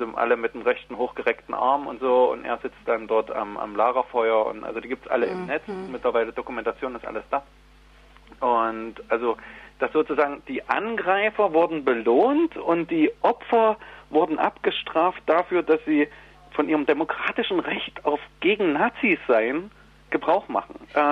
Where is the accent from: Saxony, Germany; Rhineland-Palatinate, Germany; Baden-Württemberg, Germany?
Saxony, Germany; Leipzig; Und ich komme ja hier aus Leipzig, also wir haben es ja wirklich hautnah erlebt.